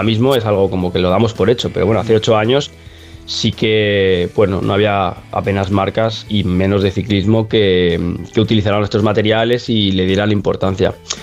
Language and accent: Spanish; Madrid, Community of Madrid, Spain; born there; moved away as an adult; now in Mallorca, Spain; desde que soy adolescente, yo vivía en Madrid al lado del Pardo